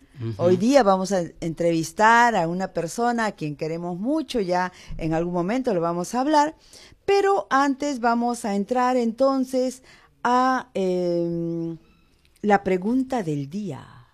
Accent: Villa El Salvador, Lima, Peru; los que somos de Villa El Salvador

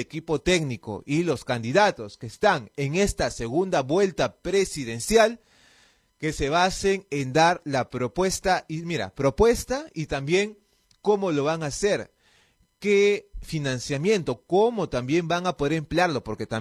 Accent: Peru; a nosotros como peruanos y peruanas.

